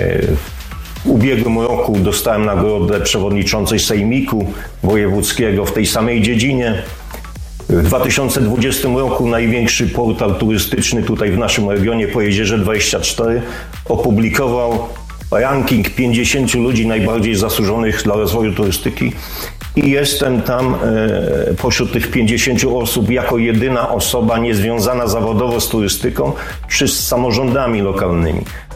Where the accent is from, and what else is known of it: Mogilno, Kuyavian-Pomeranian Voivodeship, Poland; born there; now in Inowrocław, Poland